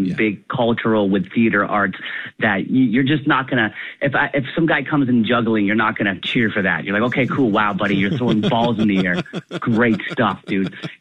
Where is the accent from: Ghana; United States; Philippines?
Philippines; Well, I talk about being Filipino, but not knowing my native tongue.